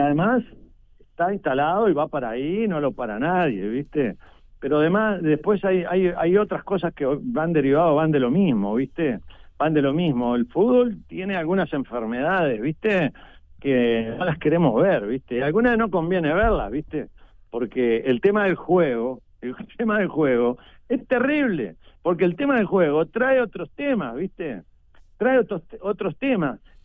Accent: Uruguay

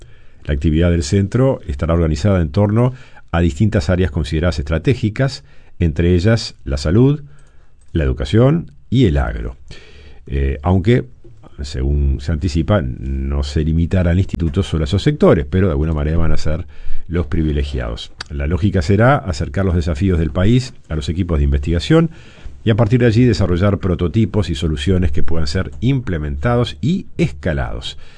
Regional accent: Uruguay

